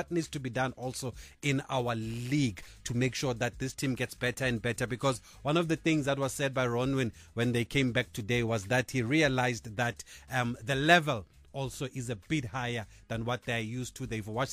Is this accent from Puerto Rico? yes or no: no; South Africa